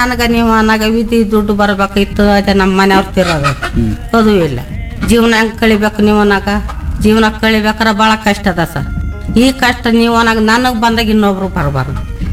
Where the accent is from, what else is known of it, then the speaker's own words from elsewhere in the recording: Karnataka, India; ನಾವು ಹುಟ್ಟುತ್ತ ಇದೇ ಆಡಿ ಬೆಳೆದೋದು ಇದೇ ಆಡಿ ಇದೇ ಊರು